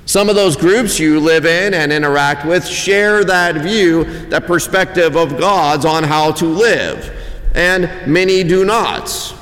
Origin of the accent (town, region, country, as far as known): United States